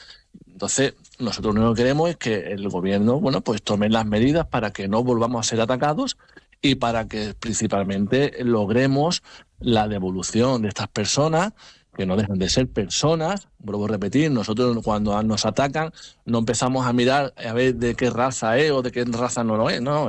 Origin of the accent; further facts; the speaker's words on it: Spain; podrán observar cómo iré yo, que soy español y cristiano